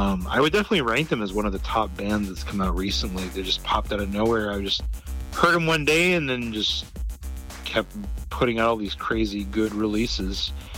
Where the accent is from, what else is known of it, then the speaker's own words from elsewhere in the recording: Portland, Oregon, United States; I like my hometown.